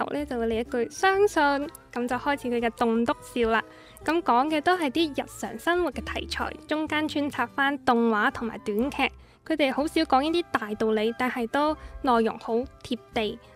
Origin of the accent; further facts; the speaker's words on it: Guangdong, China; 是啊，因為自己作為廣東人，那看回這些節目都會覺得都很有感同身受的共鳴這樣的